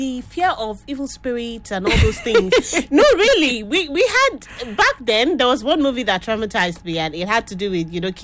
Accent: Lagos, Nigeria; I grew up in Lagos

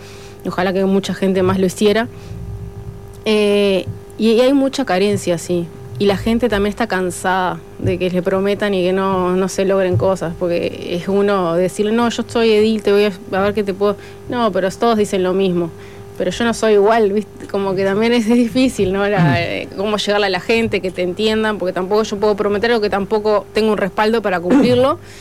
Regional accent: Maldonado, Uruguay; yo soy de Maldonado desde que nací, o sea, los barrios más o menos los conozco.

